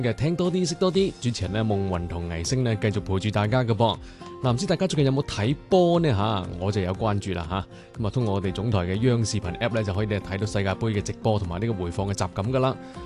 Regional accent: Guangdong, China; 刚好契合我们广东人喝早茶的时间

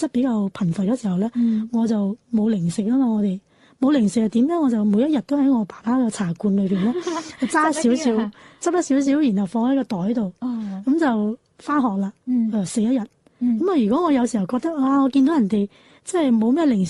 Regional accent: Guangdong, China; 我哋廣東人

